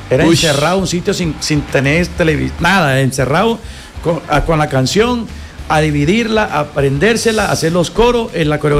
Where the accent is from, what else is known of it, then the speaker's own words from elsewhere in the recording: Venezuela; now in Colombia; O sea, yo empecé de cero acá en Colombia.